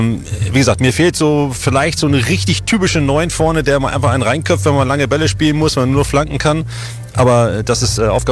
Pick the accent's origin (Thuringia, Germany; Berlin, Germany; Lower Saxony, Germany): Lower Saxony, Germany; Hanover; Sag mal, wir als Hannoveraner sind natürlich ein bisschen enttäuscht